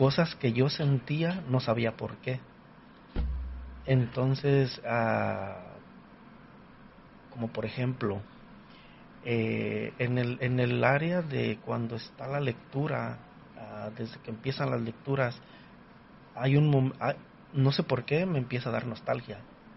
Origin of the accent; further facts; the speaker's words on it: Bellavista, Jalisco, Mexico; moved away; Bueno, yo soy de, originalmente soy de Jalisco, de Bellavista, Jalisco.